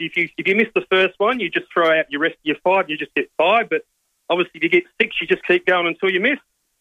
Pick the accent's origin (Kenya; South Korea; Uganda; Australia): Australia; Broken Hill, New South Wales; I grew up in Broken Hill, Taylor Walker Country.